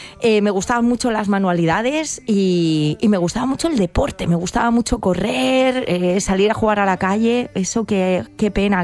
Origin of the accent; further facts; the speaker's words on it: Salamanca, Castile and León, Spain; Yo soy de Salamanca